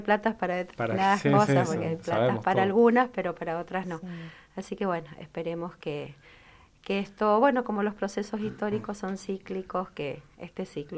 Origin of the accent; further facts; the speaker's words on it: Argentina; En algo, como argentinos tenemos, descollamos.